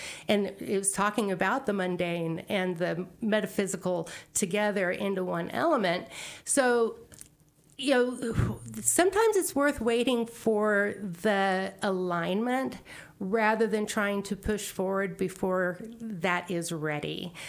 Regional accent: New Mexico, United States; moved away; And I'm from New Mexico.

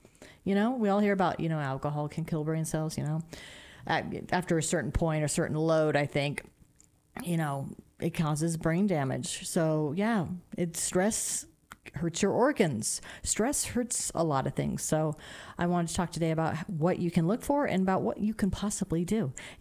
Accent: Nevada, United States; now in New Mexico, United States; In my home state where I have family in Nevada, up by Reno, northern Nevada

